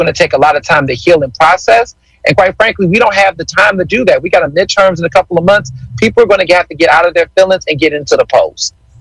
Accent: Texas, United States; now in Philadelphia, United States; you know, I grew up in Texas, and I kept telling people that Philadelphia sometimes don't take advantage of the rights that we do have.

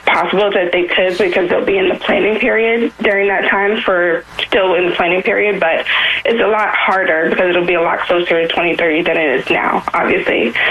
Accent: New York City, New York, United States; I'm from Brooklyn

